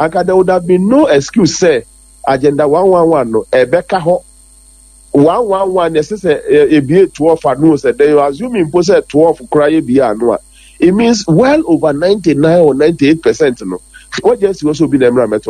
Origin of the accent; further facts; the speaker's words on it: Ghana; In progress, maybe I am a Ghanaian, I would hasten slowly